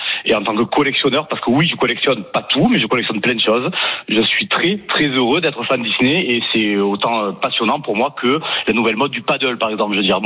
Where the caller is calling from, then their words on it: Aix-en-Provence, Provence-Alpes-Côte d'Azur, France; j'habite à Aix-en-Provence